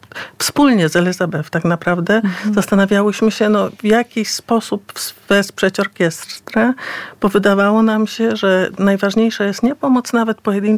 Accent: Wrocław, Lower Silesian Voivodeship, Poland; born or raised there

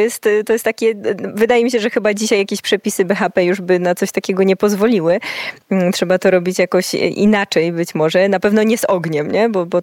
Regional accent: Wrocław, Lower Silesian Voivodeship, Poland; Wychowywałam się we Wrocławiu

